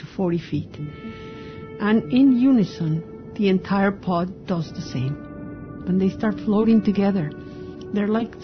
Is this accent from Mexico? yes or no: yes; Cuernavaca, Morelos, Mexico; Growing up in Cuernavaca was such a bless